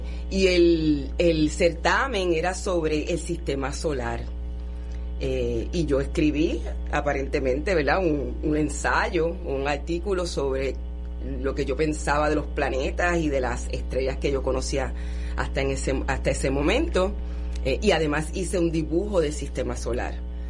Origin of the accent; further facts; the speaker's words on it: Guaynabo, Puerto Rico; also born or lived in Cataño; como yo soy de Amelia, en ese barrio era que vivían mis abuelos.